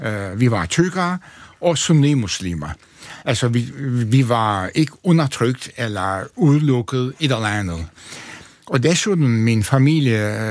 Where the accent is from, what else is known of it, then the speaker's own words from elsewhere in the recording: Antalya, Turkey; Altså, jeg kommer fra en overmiddelklasse familie. Altså, min far var apoteker, tjente mange penge i den lille by Antalya, som er kæmpestor, trist by.